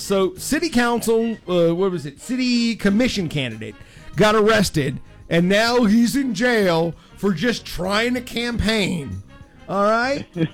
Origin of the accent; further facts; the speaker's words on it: Florida, United States; I grew up in Florida, never heard of that city.